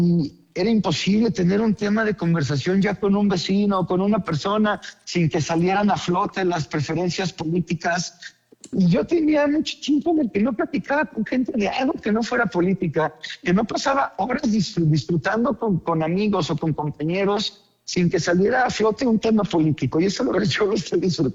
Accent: Mexico

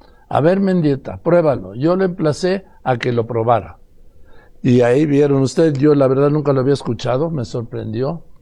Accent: Madrid, Community of Madrid, Spain; born there; Entonces yo sí nací en Madrid.

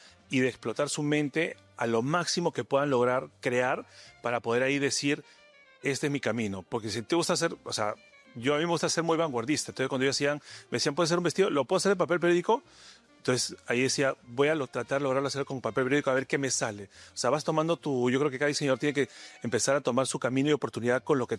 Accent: Peru

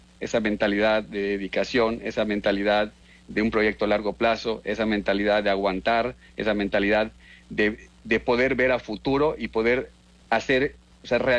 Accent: Mexico; now in Spain

